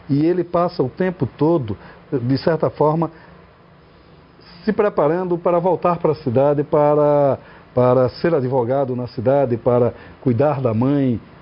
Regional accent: Recife, Pernambuco, Brazil; moved away as an adult; now in Brasília, Brazil; Aos 18 anos saí do Recife e fui morar em Brasília. Moro em Brasília desde então.

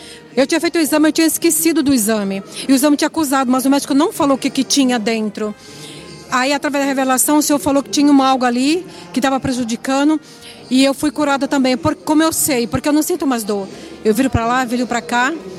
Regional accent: Jussara, São Paulo, Brazil; Eu venho do Jussara.

